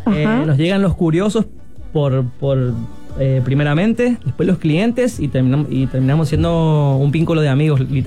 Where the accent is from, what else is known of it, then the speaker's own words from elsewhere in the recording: Argentina; moved away; Como argentino, el sazón es muy bueno, ¿eh?